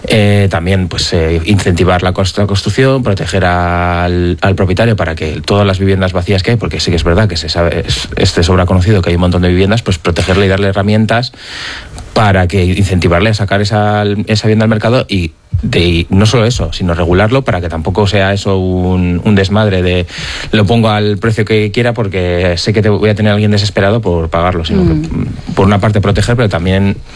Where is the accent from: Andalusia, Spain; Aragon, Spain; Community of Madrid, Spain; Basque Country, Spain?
Basque Country, Spain; Bilbao; yo soy bilbaíno de toda la vida, soy del barrio Basurto y yo no contemplo la vida fuera de Bilbao. No me gustaría contemplar la vida fuera de mi ciudad